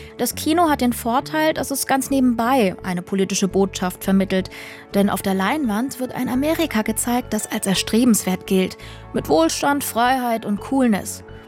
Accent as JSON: {"language": "German", "town": "Dresden", "region": "Saxony", "country": "Germany", "said": "aber ich komme auch aus Dresden."}